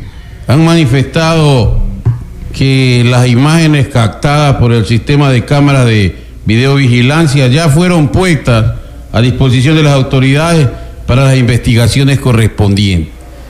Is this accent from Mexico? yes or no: no; Santa Elena, Ecuador; Nosotros somos la provincia de Santa Elena